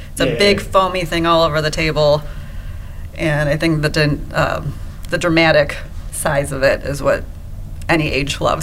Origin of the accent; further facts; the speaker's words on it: Ottawa, Illinois, United States; born or raised there